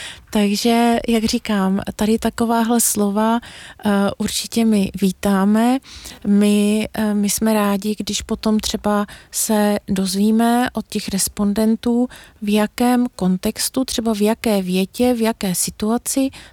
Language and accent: Czech; Jindřichův Hradec, South Bohemian Region, Czechia; Já pocházím z Jindřichova Hradce